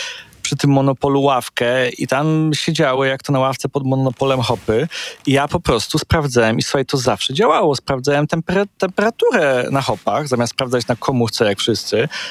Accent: Gliwice, Silesian Voivodeship, Poland; Ja się wychowywałem przy pętli tramwajowej na Wójtowej Wsi w Gliwicach.

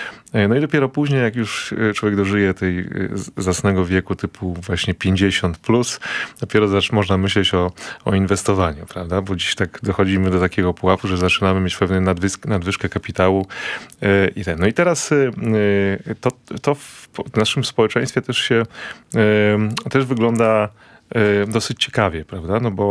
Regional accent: Lower Silesian Voivodeship, Poland; ja pochodzę z Dolnego Śląska, tam wychowywałem się w otoczeniu rodzin górników

